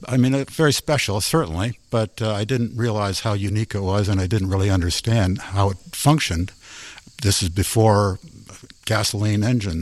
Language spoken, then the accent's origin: English; Canada; now in Iowa, United States; I'm not from Iowa, and I'm not a farm boy, and it's worse than that, I'm not even from the United States, I'm from Canada.